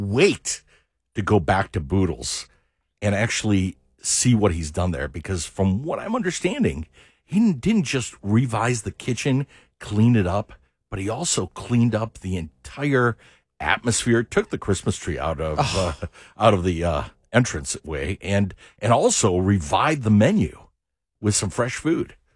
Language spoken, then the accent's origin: English; United States; And I think I'm an American.